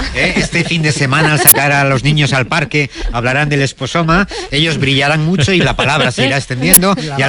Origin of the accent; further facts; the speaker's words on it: Valencia, Valencian Community, Spain; Y a mí que soy de Valencia ni te cuento